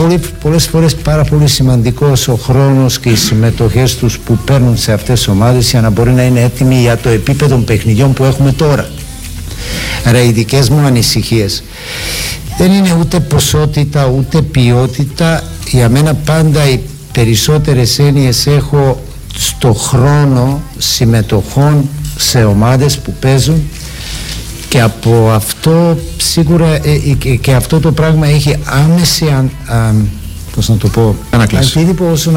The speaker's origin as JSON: {"language": "Greek", "country": "Greece", "said": "σαν Έλληνες"}